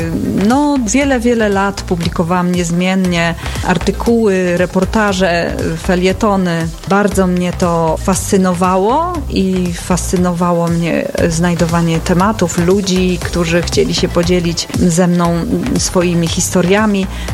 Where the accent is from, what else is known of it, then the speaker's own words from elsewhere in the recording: Warmian-Masurian Voivodeship, Poland; Tak, Warmia Mazury, bo ja jestem stąd, a zawsze najlepiej pisać o rzeczach, na których się człowiek zna, które są bliskie sercu, a że Warmia i Mazury są mi bardzo bliskie